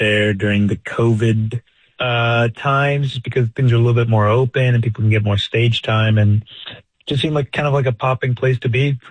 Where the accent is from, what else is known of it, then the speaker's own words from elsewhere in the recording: West Coast, United States; moved away as an adult; now in Austin, United States; I grew up on the West Coast, and I started comedy out there. And then 2017, I joined the military, and I moved around quite a bit. And then when I got out in 2023, I made the move out to Austin.